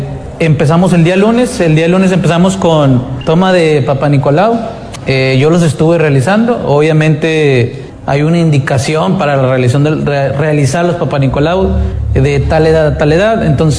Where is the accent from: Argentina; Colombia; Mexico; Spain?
Mexico; Nueva Rosita, Coahuila; Yo soy de Nueva Rosita, no conozco mucho Morelos todavía, pero está muy bonito.